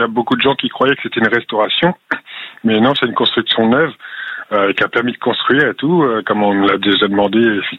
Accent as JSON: {"language": "French", "town": "Plouezec", "region": "Brittany", "country": "France", "tie": "born or raised there", "moved": "as an adult", "said": "Moi, je suis originaire de Plouezec. J'ai virevolté de gauche et de droite pendant quelques années. Puis, je suis revenu ici auprès de mes parents il y a une quinzaine d'années."}